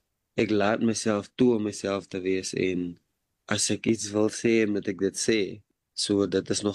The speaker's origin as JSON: {"language": "Afrikaans", "town": "Port Elizabeth", "region": "Eastern Cape", "country": "South Africa", "tie": "born or raised there", "said": "Ek is van Tribeca in die Ooskaap, dit is waar ek groot geword het. Dit was natuurlik Port Elizabeth"}